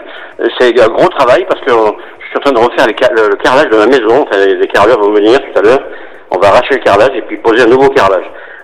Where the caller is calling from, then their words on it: Hauterives, Auvergne-Rhône-Alpes, France; Oui, j'appelle d'Hauterive, le pays du facteur cheval.